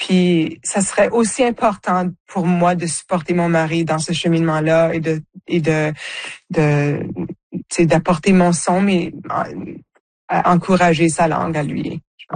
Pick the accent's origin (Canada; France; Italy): Canada; the Prairies; c'est certainement d'où moi je viens. Mais je pense que n'importe qui vit dans les prairies a ce sentiment-là